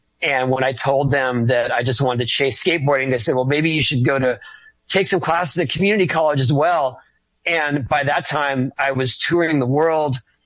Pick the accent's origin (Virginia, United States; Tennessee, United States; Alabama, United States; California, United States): California, United States; San Diego; And I grew up in San Diego, so I spent a lot of time in Anaheim going to theme parks, going to skate parks.